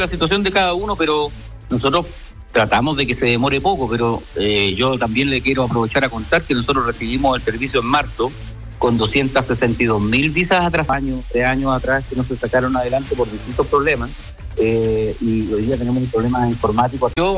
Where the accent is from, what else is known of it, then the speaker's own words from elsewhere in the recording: Chillán, Ñuble, Chile; yo soy de regiones, usted sabe, yo soy de Chillán